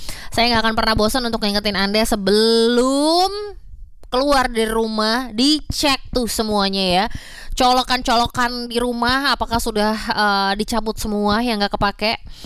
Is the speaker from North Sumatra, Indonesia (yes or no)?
no; Jakarta, Indonesia; saya sebagai warga Jakarta Barat